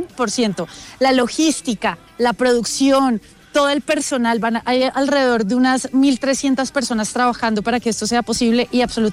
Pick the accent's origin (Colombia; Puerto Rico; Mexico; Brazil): Colombia